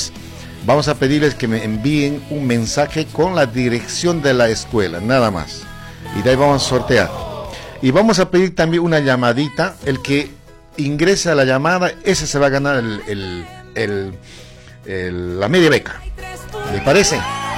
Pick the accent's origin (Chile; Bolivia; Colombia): Bolivia; now in Argentina; Como nosotros vivimos en Argentina ya casi, ya sí, 30 años, es mucho tiempo, amigos. Bueno, nuestro corazoncito también mi segunda patria, ¿no? Como boliviano lo digo, amo este país.